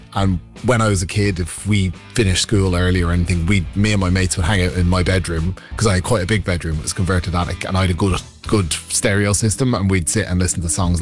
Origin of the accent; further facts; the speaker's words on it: Rathcoole, Leinster, Ireland; I loved growing up in Rathcoole, and it was just a great place to grow up.